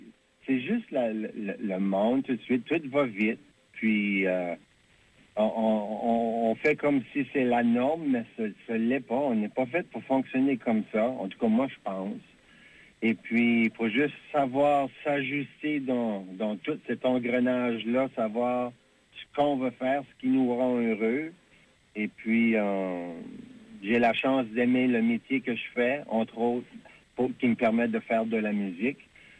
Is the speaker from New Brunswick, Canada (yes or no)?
yes; Anse-Bleue, New Brunswick, Canada; now in Moncton, Canada; Oui, un gars d'Anse Bleue.